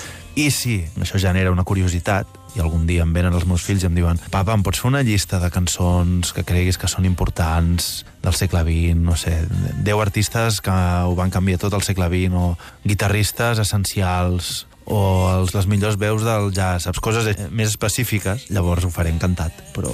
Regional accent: Vilanova i la Geltrú, Catalonia, Spain

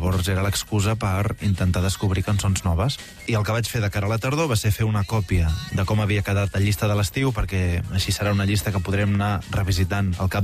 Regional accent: Vilanova i la Geltrú, Catalonia, Spain

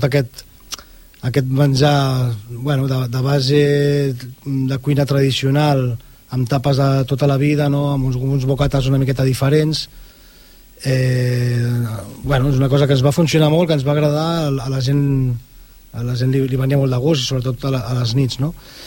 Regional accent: Sant Boi de Llobregat, Catalonia, Spain; jo em vaig criar al Marianao els primers anys a la cooperativa i a partir dels 10 vaig estar vivint al Marianao

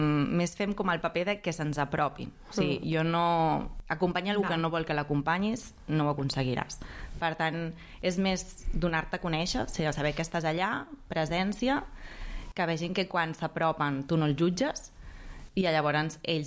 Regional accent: Catalonia, Spain; però clar, jo vinc del Baix Llobregat, i és bastant diferent que aquí.

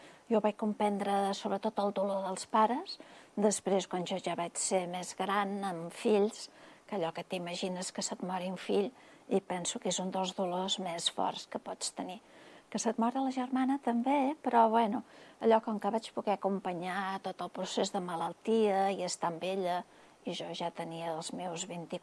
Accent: Manresa, Catalonia, Spain; A prop del barri Vell, allà al carrer Sant Salvador, tocar l'Hospital de Sant Andreu. I tota la vida m'he mogut per aquest barri.

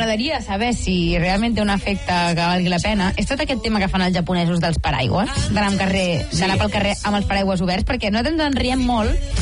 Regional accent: Blanes, Catalonia, Spain; Bueno, no, és que d'entrada soc de Blanes. Llavors, tota la meva adolescència l'he viscut a la platja

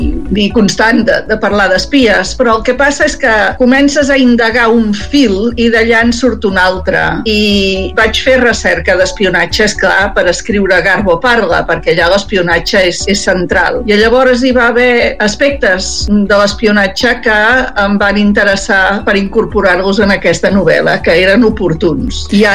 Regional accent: Barcelona, Catalonia, Spain; quan jo era petita, al Raval, a Barcelona, al costat de casa, nosaltres teníem botiga

